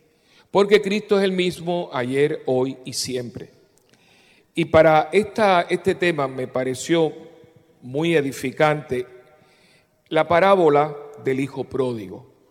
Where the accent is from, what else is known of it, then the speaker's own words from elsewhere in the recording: Cuba; born there; pero por ejemplo yo nací en Cuba, ¿no?